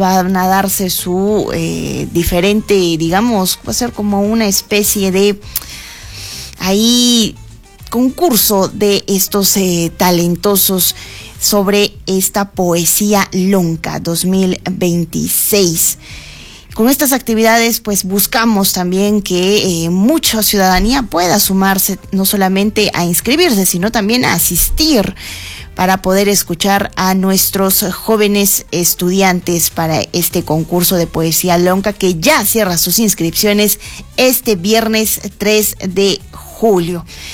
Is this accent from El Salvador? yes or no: no; Arequipa, Peru; para sentirnos orgullosos como arequipeños